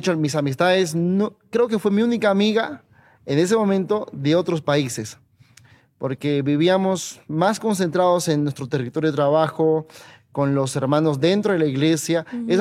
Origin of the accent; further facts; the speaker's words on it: Cochabamba, Bolivia; Me siento muy contento de estar aquí en mi tierra. De hecho, yo soy cochabambino. Viví prácticamente toda mi niñez y parte de mi adolescencia.